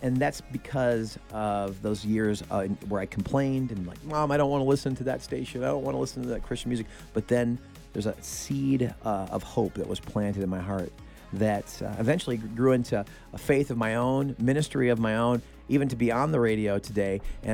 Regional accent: Minneapolis–Saint Paul, Minnesota, United States; I grew up in the Twin Cities

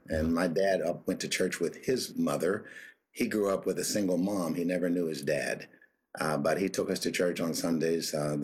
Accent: Pittsburgh, Pennsylvania, United States; And so I grew up there in Pittsburgh, a paper boy from Paulson Avenue in Pittsburgh, Pennsylvania.

